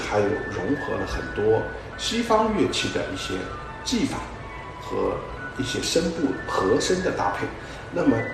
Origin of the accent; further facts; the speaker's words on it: Nanjing, Jiangsu, China; 我是土生土长的南京人。